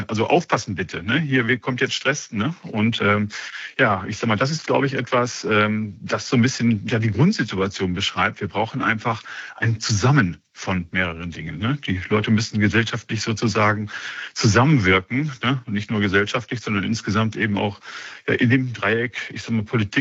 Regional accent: North Rhine-Westphalia, Germany; Ich komme ja selber auch aus dem Ruhrgebiet

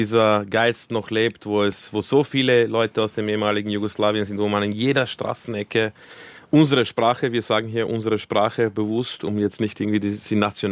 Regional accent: Vienna, Austria; German is a second language; Meine Jugend und in Wiener Parks verbracht.

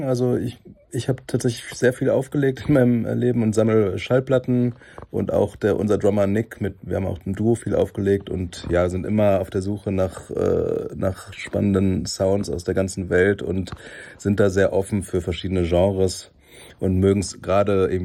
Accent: Chennai, Tamil Nadu, India; born or raised there; moved away; also born or lived in Germany

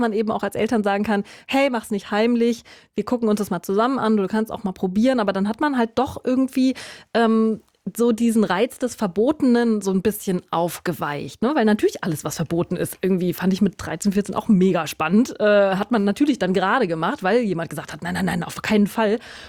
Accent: Mainz, Rhineland-Palatinate, Germany; ich komme aus einer Weinregion, aus Mainz, Rheinhessen

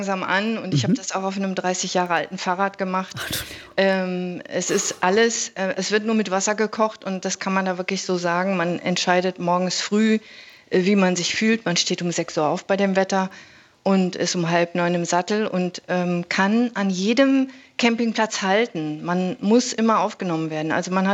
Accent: Bochum, North Rhine-Westphalia, Germany; moved away; Ich bin aus Bochum eigentlich ursprünglich.

